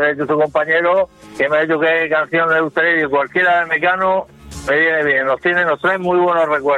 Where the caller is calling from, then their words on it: Murcia, Region of Murcia, Spain; Desde la mejor pedanía que hay en Murcia, Ceneta.